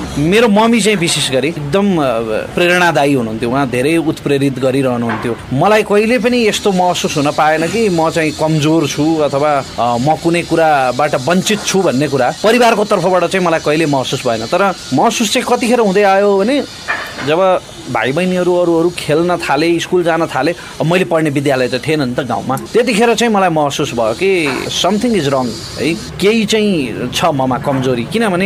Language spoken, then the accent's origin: Nepali; Taplejung, Koshi Province, Nepal; born there; मेरो जन्म ताप्लेजुङमा भएको, अहिले मैवा खोला गाउँपालिका 5 नम्बर वार्ड पर्छ।